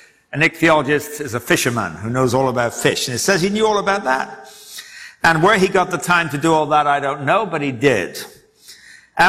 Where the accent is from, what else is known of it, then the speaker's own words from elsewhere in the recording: England, United Kingdom; Now, I grew up in England